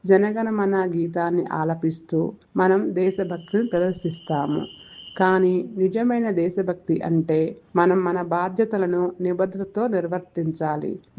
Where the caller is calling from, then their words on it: Guntur, Andhra Pradesh, India; నేను గుంటూరు నుంచి మాట్లాడుతున్నాను.